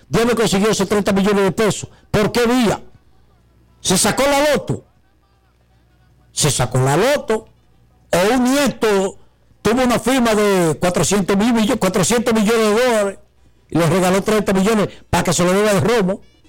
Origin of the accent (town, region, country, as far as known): Dominican Republic